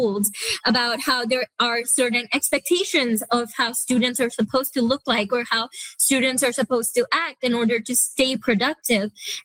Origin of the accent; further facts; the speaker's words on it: Saskatoon, Saskatchewan, Canada; I'm from Saskatoon, so I come from a large public school from a city.